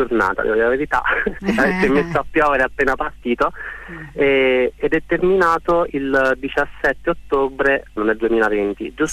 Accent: Apulia, Italy; now in San Nicandro Garganico, Italy; Sono originario della Puglia e vivo a San Nicandro Garganico in provincia di Foggia.

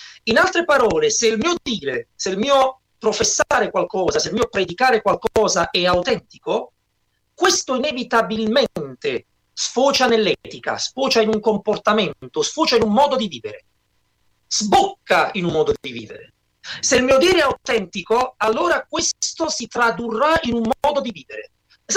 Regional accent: Naples, Campania, Italy; now in Pozzuoli, Italy; Come si sente un po' anche dalla mia accento, non credo neanche un po'. Sono nativo di Napoli, sono napoletano, vivo a Pozzuoli da moltissimi anni

